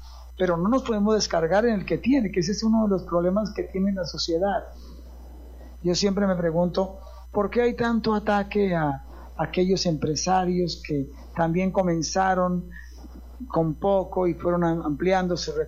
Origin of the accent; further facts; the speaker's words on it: Colombia; Somos el pueblo colombiano y hoy tenemos esa bendición de identificarnos, no nos sentimos avergonzados de ser colombianos.